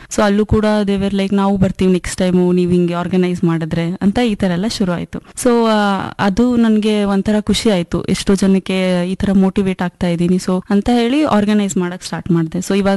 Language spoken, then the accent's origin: Kannada; Hubli, Karnataka, India; moved away; ನಾನು ಹುಬ್ಬಳ್ಳಿಯಿಂದ ಬಂದಿದ್ದೀನಿ. ನಾನು ಹುಟ್ಟಿ ಬೆಳೆದಿದ್ದೆಲ್ಲ ಹುಬ್ಬಳ್ಳಿಯಲ್ಲಿನೇ. ನಂದು ಎಜುಕೇಶನ್ ಕೂಡ ಹುಬ್ಳಿಯಲ್ಲೇ ಆಗಿದೆ. ಪಿವಿ ಕಾಲೇಜಿಂದ ಓದಿದ್ದೀನಿ, ಇಂಜಿನಿಯರಿಂಗ್ ಮಾಡಿದ್ದೀನಿ.